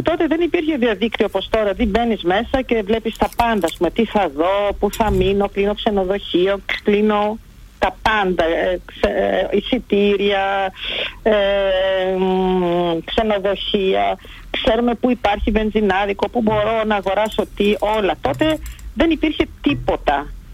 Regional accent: Berlin, Germany; born or raised there

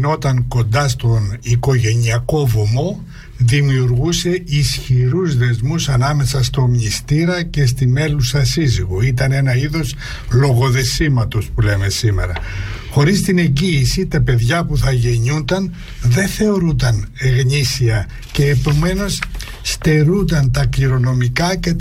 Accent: Western Greece, Greece; ειδικά στο Ξηρόμερο που είναι η πατρίδα μου

